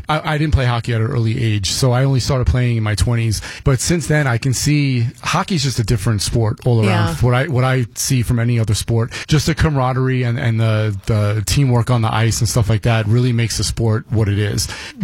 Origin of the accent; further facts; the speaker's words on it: New York City, New York, United States; moved away; I'm from New York City, Brooklyn, to be specific, and I'm a huge New York Rangers fan.